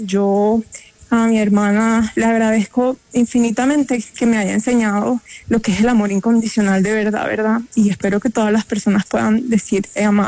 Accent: Santa Marta, Magdalena, Colombia; tu hermana me dijo que esta era su playa favorita en todo el mundo y somos samarios

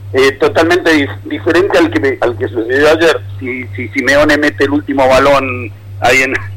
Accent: Argentina; moved away

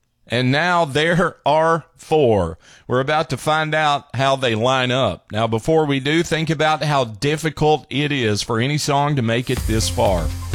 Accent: Bristol, Tennessee, United States; They're from my hometown of Bristol, Tennessee

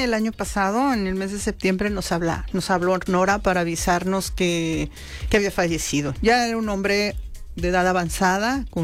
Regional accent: Mexico; De las personas que escribimos, tres somos mexicanos

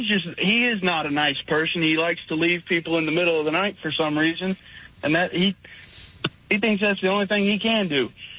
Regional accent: Tennessee, United States; I'm from Tennessee. I root for the Vols.

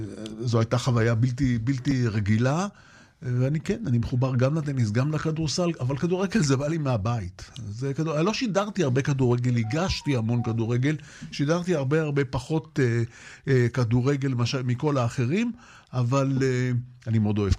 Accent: Tel Aviv-Yafo, Tel Aviv District, Israel; אני גדלתי ביפו.

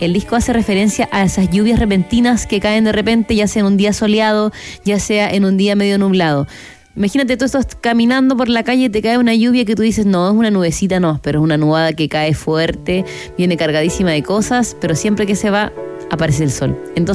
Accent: Puerto Montt, Los Lagos, Chile; moved away as an adult; also born or lived in Barcelona; Nacida y criada en Puerto Montt.

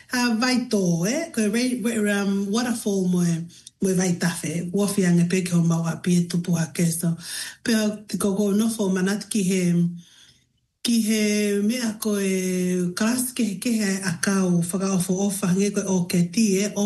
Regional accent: Highlands, Papua New Guinea; We have very... fond memories growing up in Papua New Guinea. Yeah? Rich culture and, yeah, enriching everything, you know, in terms of natural resources. Family. We live in the highlands, eh?

